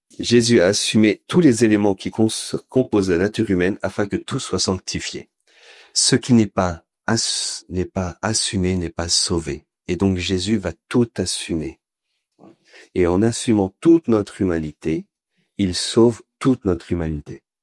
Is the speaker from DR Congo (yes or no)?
no; France